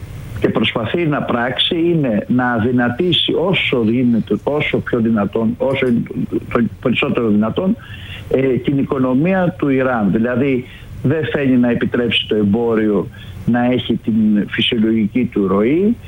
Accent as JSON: {"language": "Greek", "town": "Volos", "region": "Thessaly", "country": "Greece", "said": "είμαι βολιώτης"}